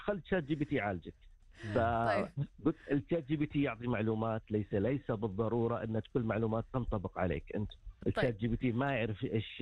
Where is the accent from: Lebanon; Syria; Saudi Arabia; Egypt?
Saudi Arabia